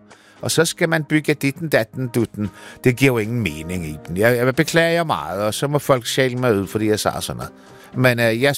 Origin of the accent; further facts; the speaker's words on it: Østermarie, Capital Region of Denmark, Denmark; Ja, men jeg er jo fra landet. Jeg er fra Østermarie.